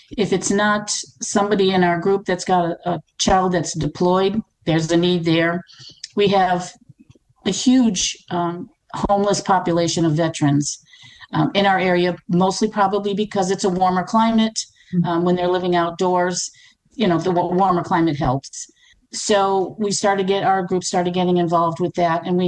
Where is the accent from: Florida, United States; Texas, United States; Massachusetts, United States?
Massachusetts, United States; moved away as an adult; now in Myrtle Beach, United States; in 2008, here in Myrtle Beach, because we're originally from Massachusetts. So that all started back in Massachusetts. And then when we moved to Myrtle Beach